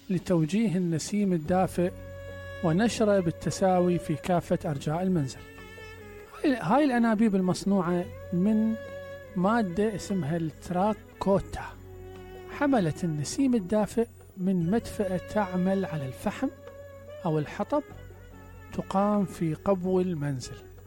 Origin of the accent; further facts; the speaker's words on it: Basra, Basra Governorate, Iraq; احنا عندنا بالبصرة